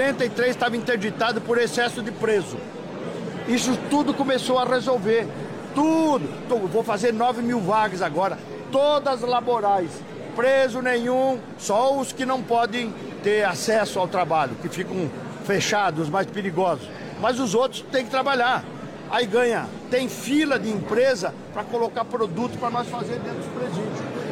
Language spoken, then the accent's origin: Portuguese; Herval d'Oeste, Santa Catarina, Brazil; Eu sou do interior, eu sou de Herval Oeste